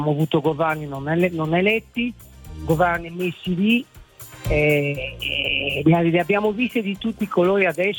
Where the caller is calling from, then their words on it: Verona, Veneto, Italy; Io chiamo da Verona.